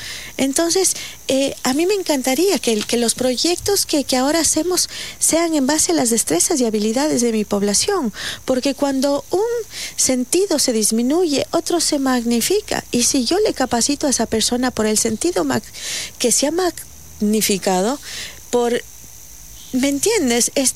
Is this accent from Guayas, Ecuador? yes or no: no; Quito, Pichincha, Ecuador; soy quiteña, pero ibarreña de corazón, no. Como verás, porque yo, bueno, mi familia sí es ibarreña, mi familia materna y paterna son ibarreños, y yo siempre quise nacer en Ibarra.